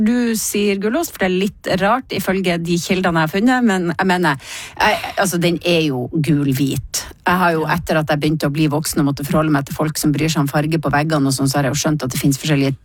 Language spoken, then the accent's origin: Norwegian; Tromsø, Troms, Norway; Og det fordi at jeg vokste opp i Tromsø, og der sier de hvitost, så det måtte jeg bare lære meg å si